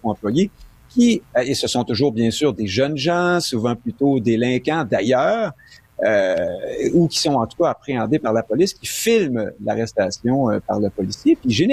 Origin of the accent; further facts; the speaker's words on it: Montreal, Quebec, Canada; je suis Montréalais.